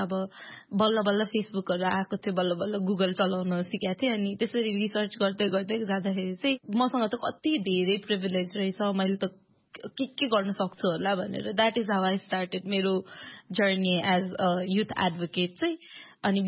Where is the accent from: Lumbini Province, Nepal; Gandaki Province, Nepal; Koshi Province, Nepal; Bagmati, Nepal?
Bagmati, Nepal; Kathmandu; also born or lived in Morang; म चाहिँ एकदम सेल्टर्ड भएर काठमाडौँमा एकदम सेल्टर्ड भएर हुर्केको हो, होइन? अनि जब म 14 वर्षको थिएँ त्यति बेला चाहिँ आई वेन्ट मेरो गाउँ पूर्व मोरङमा गएँ म बाबासँग